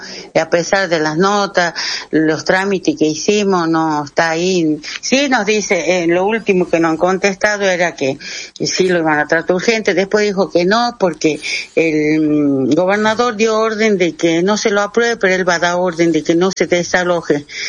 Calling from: Morillo, Salta, Argentina; Nuestra ley, la 7658, es de nosotros, de Morillo, del Ciudad de Banda Norte

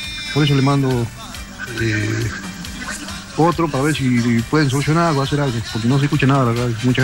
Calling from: Argentina; yo soy de aquí, de las costas, y bueno, quería escuchar... Me encanta escuchar la radio, no se puede, no se escucha nada. Buen día, don Leo, buen día. ¿Cómo le va? Escúcheme

